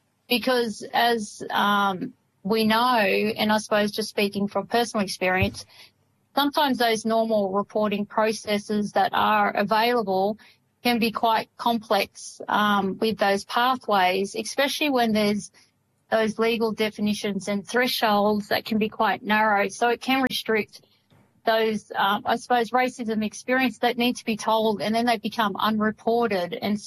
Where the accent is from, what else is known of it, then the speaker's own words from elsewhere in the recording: Moree, New South Wales, Australia; I'm a Gomeroi, Dungudi and Ngurrubul woman, so my connections are in New South Wales. I was born and raised on Gomeroi country in Moree.